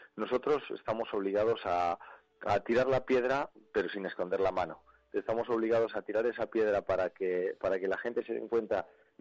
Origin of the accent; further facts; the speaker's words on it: Soria, Castile and León, Spain; somos de Soria y somos por algo.